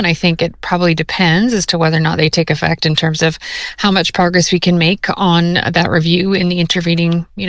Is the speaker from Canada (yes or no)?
yes; Canada